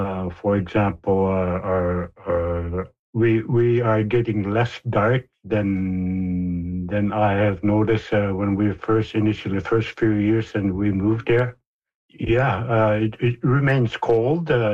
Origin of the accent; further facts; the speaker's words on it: Pangnirtung, Nunavut, Canada; moved away as an adult; now in Grise Fiord, Canada; Well, I've been living here for just over 30 years. I'm originally from Pang